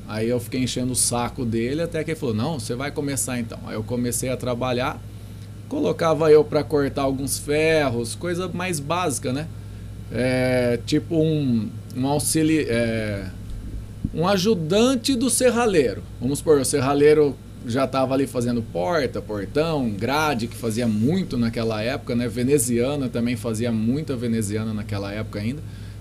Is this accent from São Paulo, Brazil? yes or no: yes; Monte Alto, São Paulo, Brazil; eu nasci aqui em Monte Alto, em 1985. Hoje eu tenho 41 anos, né? Sempre morei lá no Jardim Santana